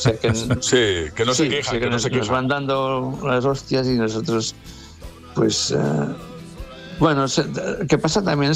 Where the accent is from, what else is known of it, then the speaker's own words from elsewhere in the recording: Catalonia, Spain; Estamos un poco, bueno, como los catalanes siempre hemos sido un pueblo derrotado, ¿sí?